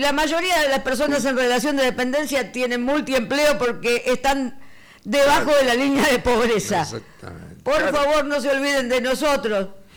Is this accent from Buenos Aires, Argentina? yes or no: yes; Buenos Aires, Argentina; como vecina porteña y todos acá en el piso, somos porteños